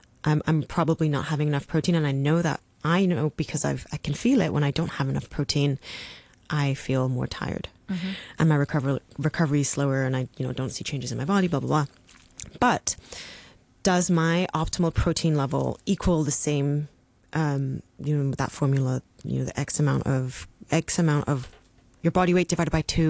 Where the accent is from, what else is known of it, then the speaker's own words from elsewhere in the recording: Hong Kong; I remember when I was growing up in Hong Kong, the food pyramid looked completely different to how my food pyramid would look now.